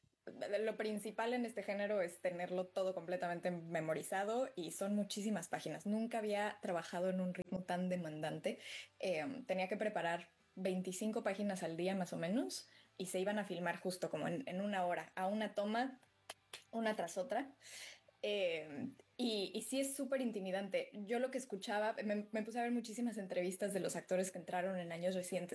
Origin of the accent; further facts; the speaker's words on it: Mexico; para mí llego muy bien parada como mexicana a este género, porque digo, bueno, nosotros somos los reyes de esto